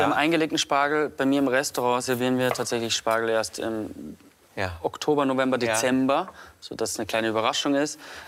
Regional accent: Bavaria, Germany; also born or lived in Austria; In Österreich geboren, aber im Landkreis Traunstein aufgewachsen.

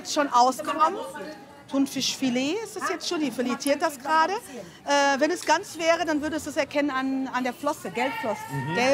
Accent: Bottrop, North Rhine-Westphalia, Germany; Ich komm aus Bottrop, ja.

